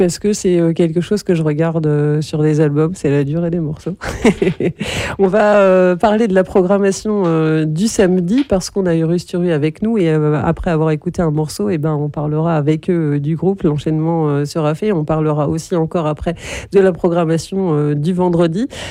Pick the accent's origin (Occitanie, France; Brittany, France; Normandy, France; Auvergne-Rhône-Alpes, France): Normandy, France; puisque moi, quand j'ai grandi dans l'Orne, en fait, il n'y avait pas grand-chose.